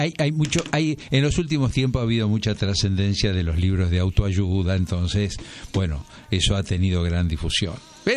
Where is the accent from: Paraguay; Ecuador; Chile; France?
Paraguay; mi ciudad natal, en Paraguay